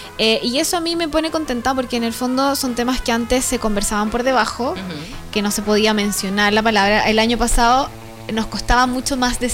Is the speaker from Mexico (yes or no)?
no; Chile; que poco tenemos como chilenos y cada vez nos reímos más.